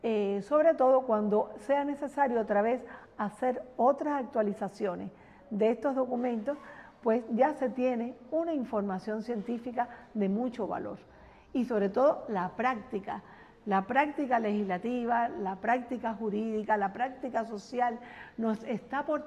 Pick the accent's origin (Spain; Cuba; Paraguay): Cuba; Y eso es una de las cosas que yo como cubana aprecio mucho.